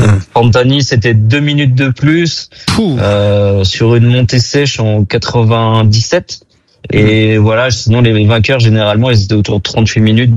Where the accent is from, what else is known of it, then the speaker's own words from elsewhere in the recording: France; en tant que Français